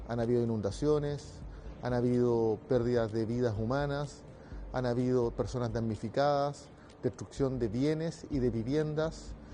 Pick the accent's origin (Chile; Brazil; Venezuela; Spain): Chile; muy golpeados como chilenas y chilenos